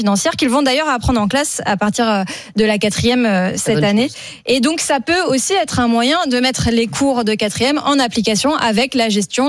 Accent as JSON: {"language": "French", "region": "Normandy", "country": "France", "said": "je suis normande."}